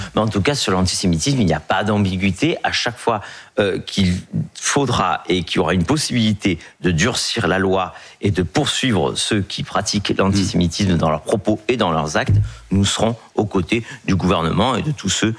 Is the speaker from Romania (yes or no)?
no; Marseille, Provence-Alpes-Côte d'Azur, France; Je vais prendre l'exemple de chez moi à Marseille, parce que ce n'est pas anodin.